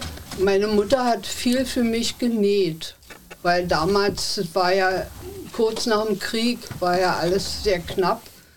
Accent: Berlin, Germany; bin in Kreuzberg geboren, bin Rentnerin.

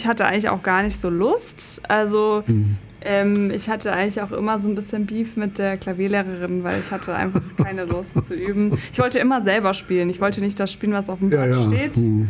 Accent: Bavaria, Germany; also born or lived in United States / Spain / South America / Israel; now in Berlin, Germany; Nee, ich bin aus Bayern.

